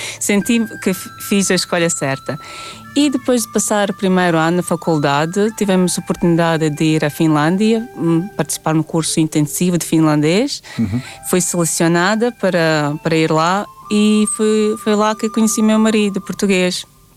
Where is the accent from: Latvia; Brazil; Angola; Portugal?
Latvia; Portuguese is a second language; moved away; Perguntava de onde é que eu sou. Disse que sou da Letónia. Pessoas não sabiam e tentei localizar, mais ou menos no mapa.